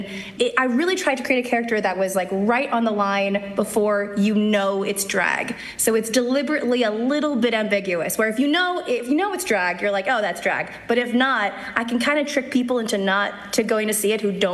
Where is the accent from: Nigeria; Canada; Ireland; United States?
Canada; No, so, and I'm Canadian, so it's even worse.